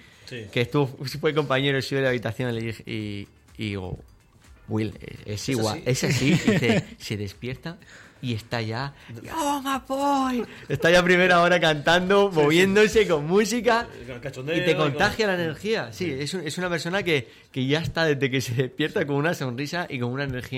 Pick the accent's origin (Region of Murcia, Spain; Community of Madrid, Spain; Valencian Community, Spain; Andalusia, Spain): Region of Murcia, Spain; Los murcianos somos tan talentosos.